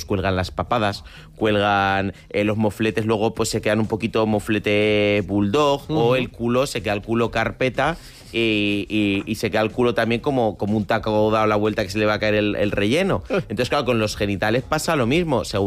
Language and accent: Spanish; Santander, Cantabria, Spain; Yo que soy de Santander, Cantábrico, yo sé muy bien este ascensor testicular